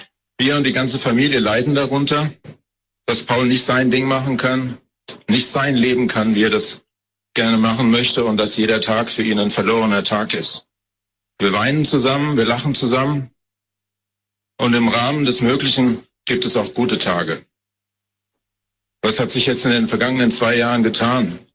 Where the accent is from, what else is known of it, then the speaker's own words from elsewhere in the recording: Frankfurt, Hesse, Germany; ich komme aus Frankfurt.